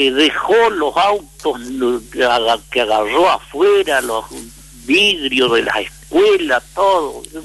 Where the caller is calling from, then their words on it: Ramírez, Argentina; Ahí andamos, Puma, un día horrible acá también en Ramírez.